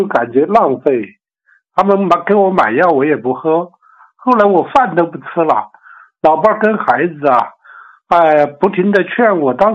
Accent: Suqian, Jiangsu, China; 我是江苏宿迁的

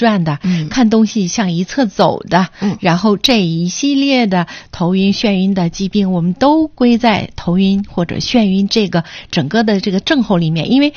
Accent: Northeast China, China; 我们东北人说的迷糊

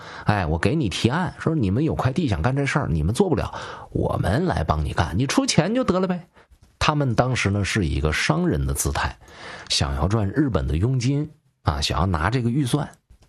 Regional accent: Changchun, Jilin, China; 特别是我的家乡吉林长春

